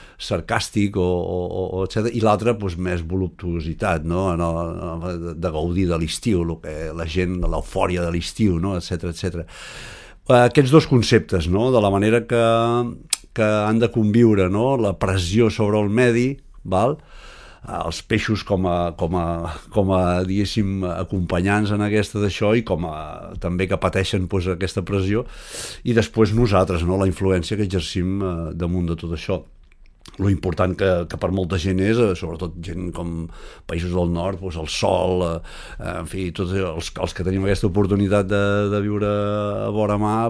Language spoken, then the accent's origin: Catalan; Catalonia, Spain; born there; moved away as an adult; now in Menorca, Spain; vaig néixer a Catalunya, a la província, som de poble, jo